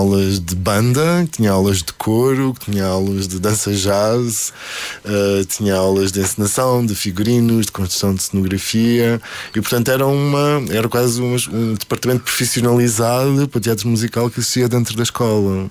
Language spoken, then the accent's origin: Portuguese; Azores, Portugal; moved away as an adult; essa é a primeira vez que eu saí dos Açores, assim, viajei internacionalmente, em que fiquei um ano fora da minha, ao longe da minha família, em que aprendi a ser um adulto.